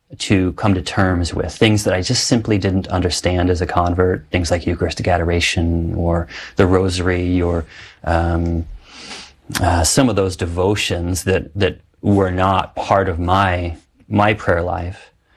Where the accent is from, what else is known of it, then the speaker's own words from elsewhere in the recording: St. Louis, Missouri, United States; And I said, well, I'm from St. Louis.